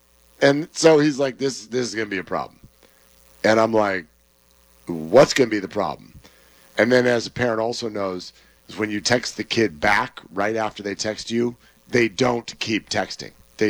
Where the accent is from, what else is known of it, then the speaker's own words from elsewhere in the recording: California, United States; My son, my oldest son, we're Niner fans. We grew up and live in the Bay here.